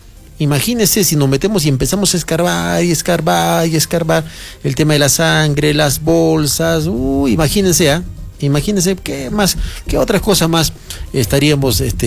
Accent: Arequipa, Peru; born there; Yo nací en el Hospital Goyeneche

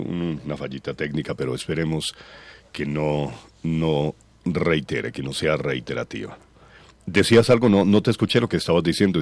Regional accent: Colombia; somos colombianos

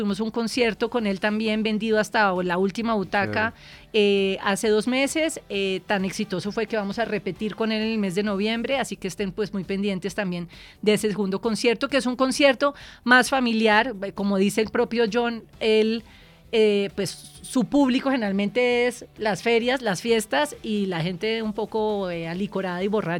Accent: Bogotá, Colombia; Yo soy muy cachaca, pero tengo papá costeño, cartagenero.

